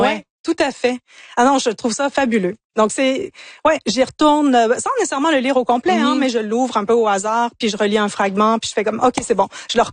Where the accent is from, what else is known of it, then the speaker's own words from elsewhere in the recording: Ontario, Canada; also born or lived in United States / England; Moi, je suis franco-ontarienne au départ, donc j'ai grandi dans l'univers anglophone. J'ai vécu aux États-Unis, en Angleterre.